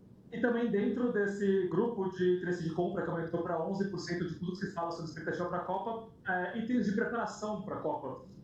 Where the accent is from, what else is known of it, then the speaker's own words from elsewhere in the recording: Brazil; E eu vou te falar que eu, como brasileiro fã de futebol